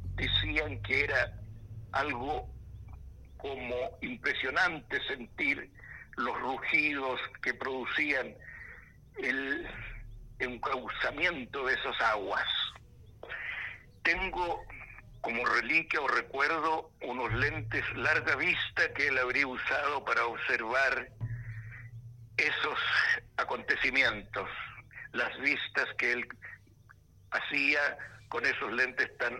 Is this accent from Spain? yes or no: no; San Vicente de Tagua Tagua, O'Higgins, Chile